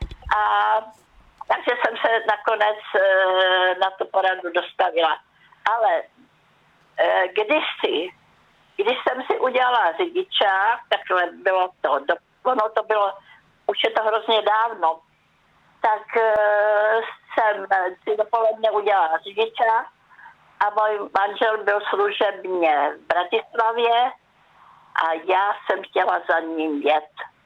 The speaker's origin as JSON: {"language": "Czech", "town": "Hradec Králové", "region": "Hradec Králové Region", "country": "Czechia", "tie": "born or raised there", "said": "já jsem jako rodilá Hradečanda"}